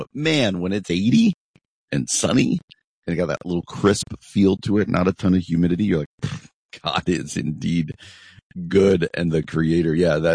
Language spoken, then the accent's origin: English; East Coast, United States; I grew up out on the East Coast, and we used to, we had school till June 20.